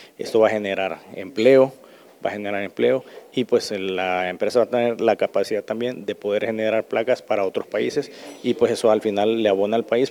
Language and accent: Spanish; Honduras